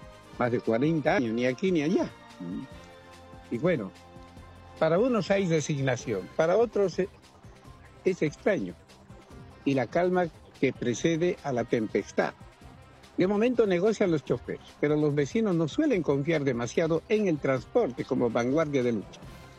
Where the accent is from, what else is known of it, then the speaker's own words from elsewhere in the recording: Bolivia; somos parte de Bolivia